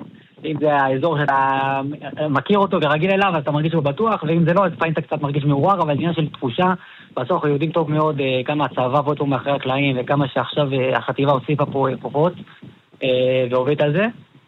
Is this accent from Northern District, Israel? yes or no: no; Jerusalem, Jerusalem District, Israel; also born or lived in Eli; now in Ganim; אני היום מגיע מאלי, במקור עם ירושלים, עכשיו מגיע מאלי